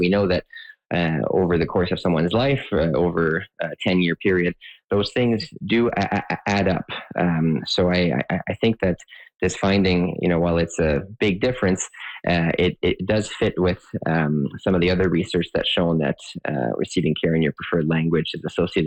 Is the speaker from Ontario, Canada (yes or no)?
yes; Ottawa, Ontario, Canada; I grew up in Ottawa. I did most of my schooling, including medical school, in French.